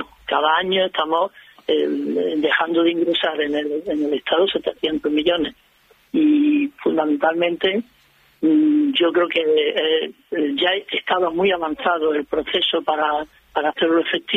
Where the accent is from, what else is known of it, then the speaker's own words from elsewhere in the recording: Córdoba, Andalusia, Spain; Yo que soy de Córdoba. ¿Quién puede poner un precio a la mezquita de Córdoba?